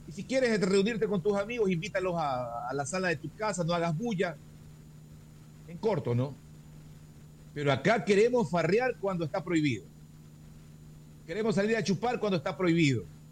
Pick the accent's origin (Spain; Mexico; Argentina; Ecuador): Ecuador